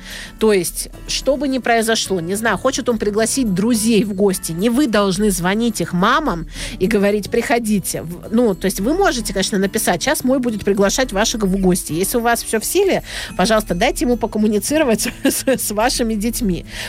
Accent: Vladivostok, Primorsky Krai, Russia; я запросто вижу, как это могло даже вот произойти в моем родном городе Владивостоке.

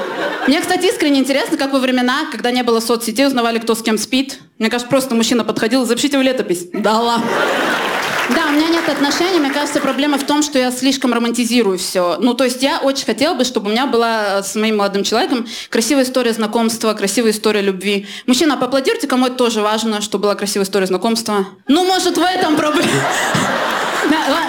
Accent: Armenia; я такая, так, я армянка, я на приколе.

